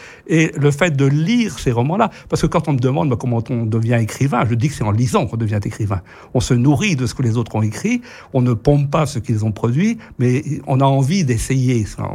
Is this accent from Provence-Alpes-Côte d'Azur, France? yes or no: no; Lorient, Brittany, France; Je suis l'orientais, enfin, bragoté, au départ.